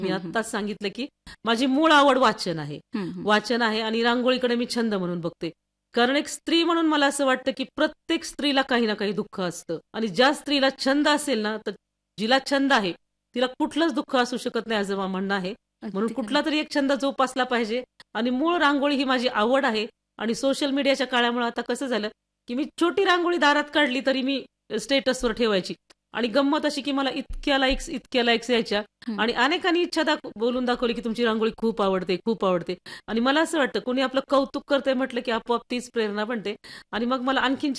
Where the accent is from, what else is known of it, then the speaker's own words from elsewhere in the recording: Kalamb, Maharashtra, India; moved away as an adult; now in Dharashiv, India; माहेरची पार्श्वभूमी म्हणाल तर मी अगदी याच जिल्ह्यामधील आहे, धाराशिव जिल्ह्यामधीलच आहे. कळंब हे माझं माहेर आहे. अगदी डिग्री पर्यंत तिथे माझं शिक्षण झालं.